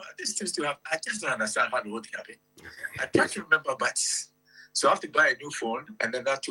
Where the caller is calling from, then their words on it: Kumasi, Ashanti, Ghana; I'm calling from Kumasi.